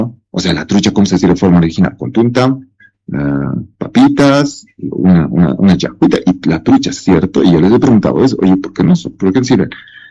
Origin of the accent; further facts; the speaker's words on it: Bolivia; También nosotros como bolivianos ir a Perú